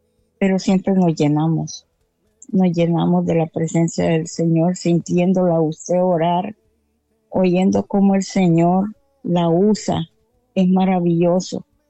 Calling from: San Pedro Sula, Cortés, Honduras; vivo en San Pedro, pero viajo para La Ceiba.

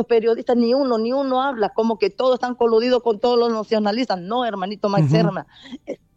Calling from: El Progreso, Yoro, Honduras; aquí del Progreso Lloro.

